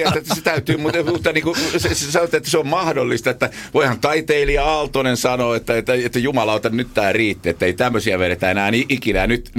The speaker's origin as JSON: {"language": "Finnish", "town": "Tampere", "region": "Pirkanmaa", "country": "Finland", "tie": "born or raised there", "said": "Mä oon syntynyt Atalassa. Eka 10 vuotta asuin Atalassa ja sitten muutettiin Nekalaa. Siellä asuin semmoisen melkein 5 vuotta ja sitten siitä Multisiltaan."}